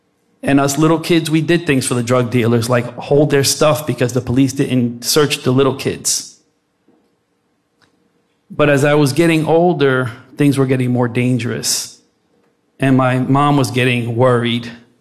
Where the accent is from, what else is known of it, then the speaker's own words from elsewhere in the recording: Plainfield, United States; growing up in Plainfield wasn't easy from the very beginning.